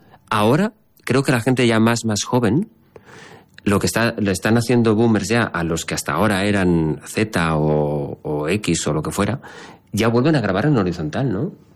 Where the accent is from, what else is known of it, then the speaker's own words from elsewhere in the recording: Valencian Community, Spain; Siendo yo valenciano es una expresión complicada.